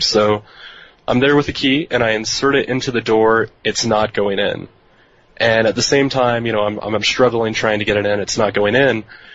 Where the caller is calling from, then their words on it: Denver, Colorado, United States; I'm calling from Denver.